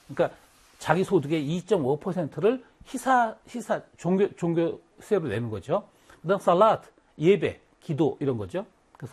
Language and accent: Korean; Wonju, Gangwon, South Korea; 내 고향 원주가 제일 예쁘다고 생각하는데